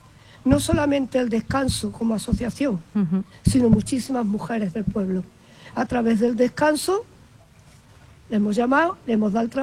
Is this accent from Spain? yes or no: yes; Seville, Andalusia, Spain; moved away as an adult; now in Viator, Spain; 44 años adoptada, soy sevillana.